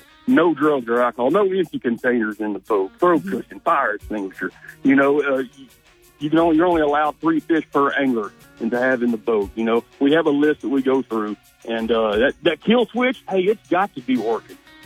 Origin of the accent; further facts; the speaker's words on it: Hemphill, Texas, United States; I'm from Hemphill, Texas. You know, born and raised there.